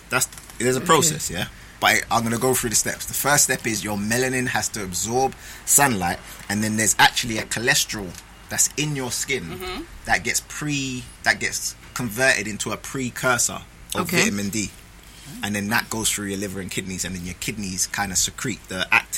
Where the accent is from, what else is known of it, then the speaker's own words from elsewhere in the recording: London, United Kingdom; Basically, I grew up in Streatham